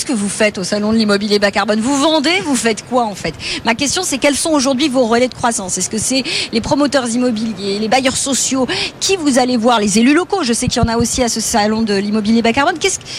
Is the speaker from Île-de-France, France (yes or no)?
yes; Paris, Île-de-France, France; je suis une Parisienne